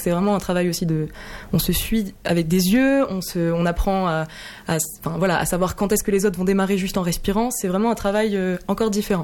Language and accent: French; Pau, Nouvelle-Aquitaine, France; moved away as an adult; now in Boulogne-Billancourt, France; Et j'ai grandi à Pau, donc j'ai fait le conservatoire. Et puis, quand je suis partie pour faire une prépa, je suis arrivée à Boulogne-Billancourt.